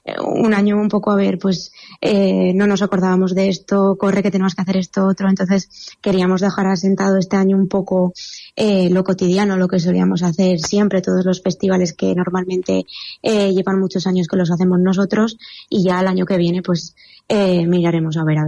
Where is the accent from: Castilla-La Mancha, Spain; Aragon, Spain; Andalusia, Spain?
Aragon, Spain; Calatayud; intentamos que siempre se vea que somos de Calatayud